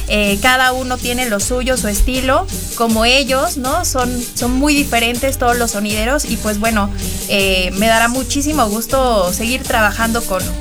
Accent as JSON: {"language": "Spanish", "town": "Perote", "region": "Veracruz", "country": "Mexico", "said": "De Perote, Veracruz. Allá estamos."}